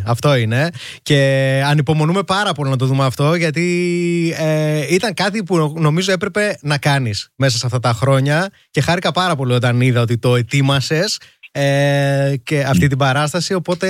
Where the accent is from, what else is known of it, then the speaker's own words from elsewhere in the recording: Thessaloniki, Central Macedonia, Greece; Καλημέρα στη Σαλονικάρα μου, την πατρίδα μου.